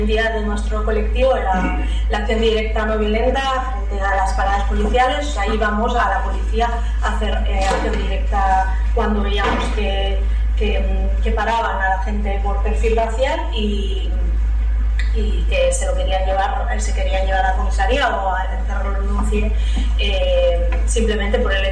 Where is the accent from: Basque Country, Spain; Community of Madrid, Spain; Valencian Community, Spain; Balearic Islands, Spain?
Basque Country, Spain; Getxo; moved away; Yo soy del barrio de Romo del municipio de Getxo y no había tenido nunca relación con la policía.